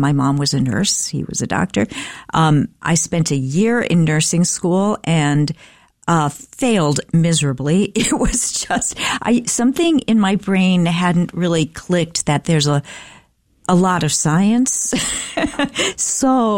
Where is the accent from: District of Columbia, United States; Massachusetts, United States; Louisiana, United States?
District of Columbia, United States; Washington; moved away as an adult; I grew up in the Washington, D.C. area.